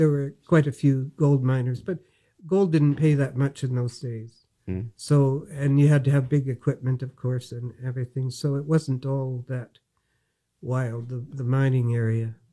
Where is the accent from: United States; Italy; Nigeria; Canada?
Canada; Quesnel, British Columbia; moved away as an adult; And I lived in Quesnel. I grew up in Quesnel, okay, which is not that far from Dawson Creek.